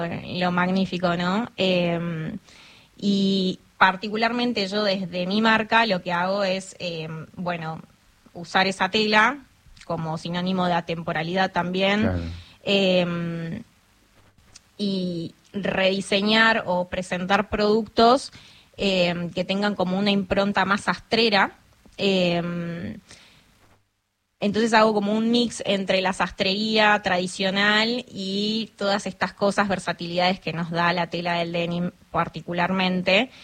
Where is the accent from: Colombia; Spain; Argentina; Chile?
Argentina; Misiones; moved away as an adult; also born or lived in Mar del Plata; Estudié en la Universidad Nacional de Mar del Plata. Yo soy de Misiones. Cuando termino el colegio me voy a vivir a Mar del Plata.